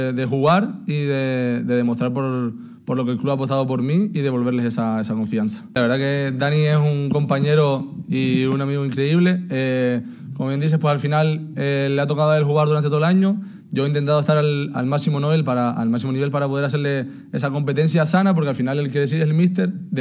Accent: Canary Islands, Spain; la isla me encanta, llevo ya 4 años, encima soy canario

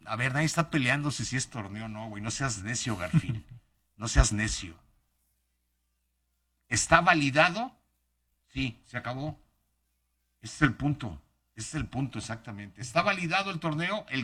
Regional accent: Mexico; Y todos tenemos la aspiración como mexicanos y que nos gusta el deporte.

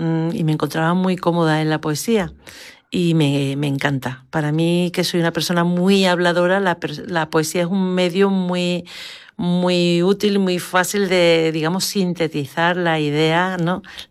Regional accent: Lucena, Andalusia, Spain; born there; moved away

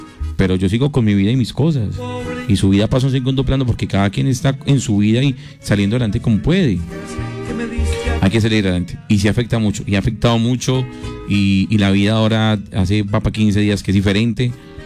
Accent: Pereira, Risaralda, Colombia; Y yo soy de Pereira, me duele ver Pereira

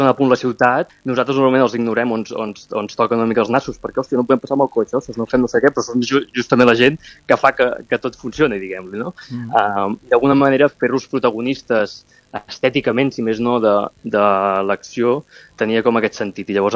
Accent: Mataró, Catalonia, Spain

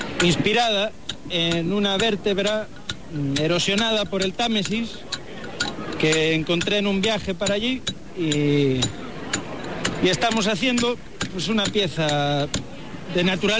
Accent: Extremadura, Spain; Yo soy extremeño.

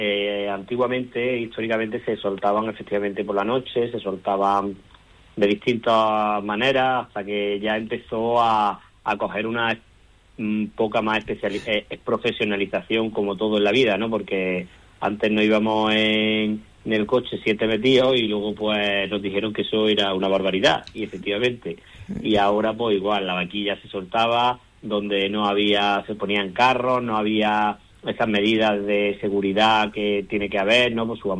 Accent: Alcaracejos, Andalusia, Spain

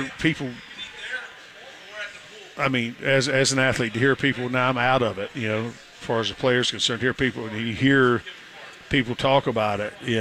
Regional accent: East Coast, United States; I was from the East Coast

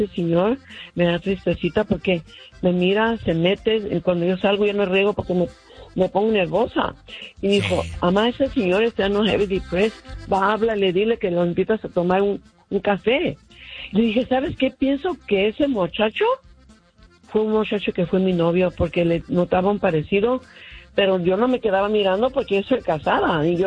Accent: McAllen, Texas, United States; born there; moved away; me acordaba de mi pueblo, porque yo soy mayor, pero no me regresaría a Texas

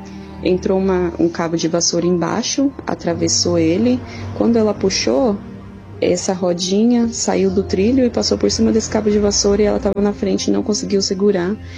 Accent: Guarulhos, São Paulo, Brazil; sou de Guarulhos.

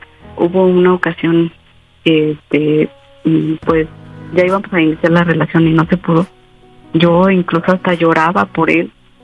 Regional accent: San Luis Potosí, Mexico; Tengo 32 años y soy de San Luis Potosí.

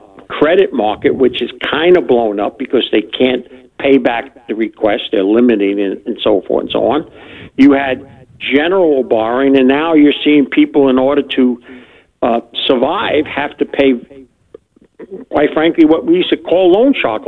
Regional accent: New Jersey, United States; I'm from New Jersey, so we always have opinions.

